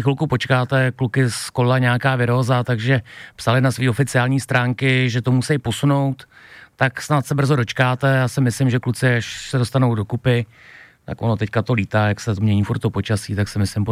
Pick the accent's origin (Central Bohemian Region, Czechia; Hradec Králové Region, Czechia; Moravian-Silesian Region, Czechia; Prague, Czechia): Hradec Králové Region, Czechia; začínají právě v Hradci Králové, což je u nás kousek, kde odkud pocházím já